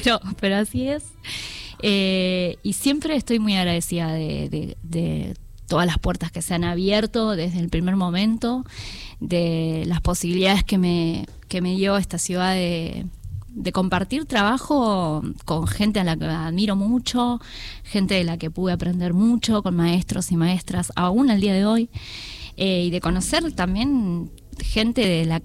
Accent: Río Negro, Argentina; now in Buenos Aires, Argentina

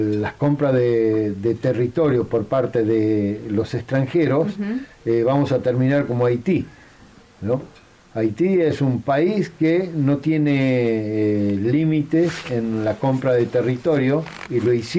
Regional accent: Argentina

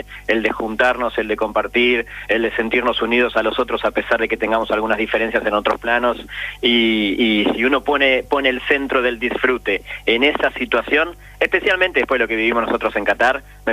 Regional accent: Argentina; Me parece que ese es uno de los valores más importantes que nosotros en el mes del Mundial como argentinos tenemos que rescatar siempre.

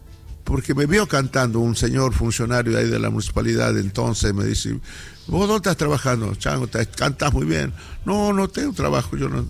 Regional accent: Chalala, Jujuy, Argentina; born there; also born or lived in Lipán / Patacal / Quisquiri; en Chalala, ajá, ahí donde yo nací, ya en 1948.

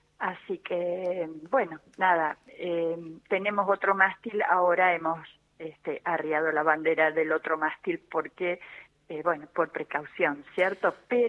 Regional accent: Argentina; si queremos festejar que somos argentinos

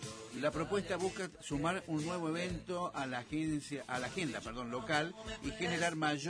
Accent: Asturias, Spain; Soy español.

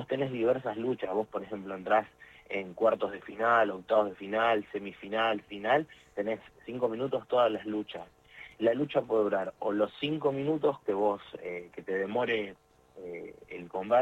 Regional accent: Argentina; me preguntan de dónde soy y les digo que soy argentino, automáticamente piensan que soy de Buenos Aires.

